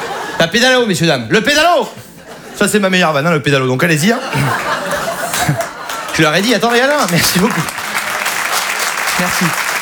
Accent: Saint-Émilion, Nouvelle-Aquitaine, France; moved away as an adult; now in Paris, France; je viens de Saint-Émilion.

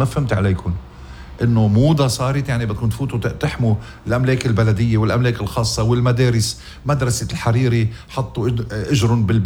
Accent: Ghazir, Keserwan-Jbeil, Lebanon; غزير وضيعتي الحلوة ومسخة رأسي والمكان الذي سأدفن فيه.

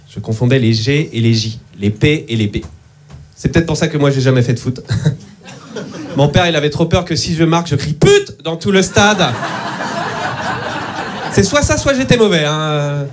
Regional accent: Nantes, Pays de la Loire, France; je suis nantais et dyslexique.

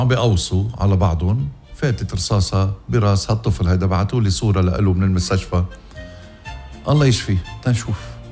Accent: Ghazir, Keserwan-Jbeil, Lebanon; بنت ضيعتي غزير

